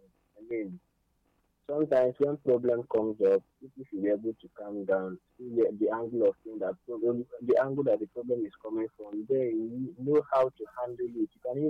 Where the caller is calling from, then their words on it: Enugu, Enugu State, Nigeria; I'm calling from Enugu.